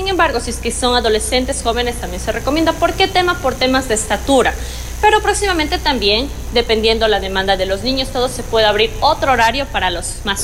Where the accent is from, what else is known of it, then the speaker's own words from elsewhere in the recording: Quito, Pichincha, Ecuador; En Quito, soy de Quito